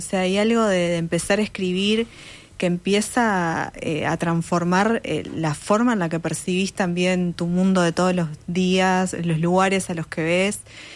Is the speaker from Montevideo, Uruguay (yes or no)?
yes; Montevideo, Uruguay; En Montevideo. ¿En qué parte? En La Teja.